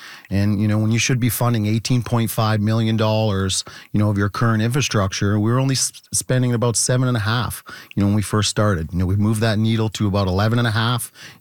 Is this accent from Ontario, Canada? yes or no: yes; Kingsville, Ontario, Canada; moved away as an adult; we grew up in Kingsville and, you know, Kingsville Public and KDHS grads. And like everybody else, you move away for a while, you go to school. And, you know, we moved back in 2013 to start our business, Greenheart.